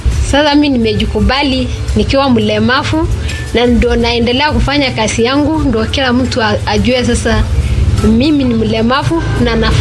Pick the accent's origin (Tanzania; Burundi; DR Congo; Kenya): Kenya; Samburu County; nimetoka Samburu County.